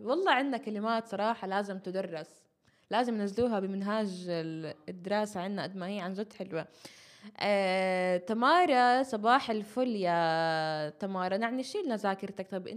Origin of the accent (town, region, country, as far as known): Nablus, West Bank, Palestine